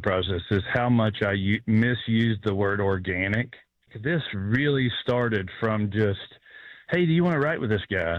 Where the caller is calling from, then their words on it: Memphis, Tennessee, United States; I'm calling from Memphis, Tennessee.